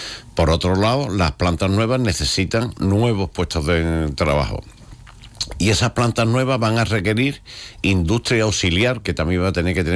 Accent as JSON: {"language": "Spanish", "town": "Huelva", "region": "Andalusia", "country": "Spain", "said": "yo soy de Huelva y llevo mucho tiempo aquí"}